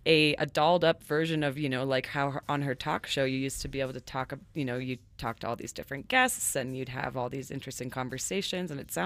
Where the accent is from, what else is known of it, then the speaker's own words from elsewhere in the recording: Reno, Nevada, United States; I'm a native Nevadan. I'm from Reno, so I'm always very interested in the goings-on in Vegas.